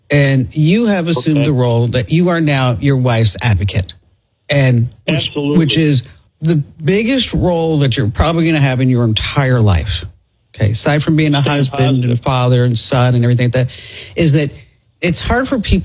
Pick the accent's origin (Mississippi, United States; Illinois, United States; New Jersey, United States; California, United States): New Jersey, United States